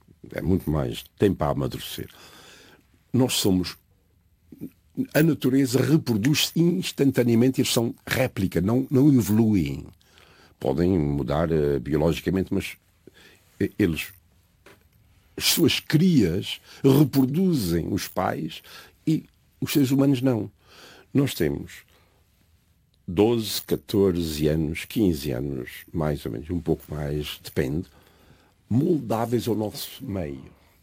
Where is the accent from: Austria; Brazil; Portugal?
Portugal; Azores; moved away as an adult; now in United States; Dos Açores vim para aqui, fui para os Estados Unidos. Eu sou da minha terra, sou de São Miguel, sou português, sou na amiga.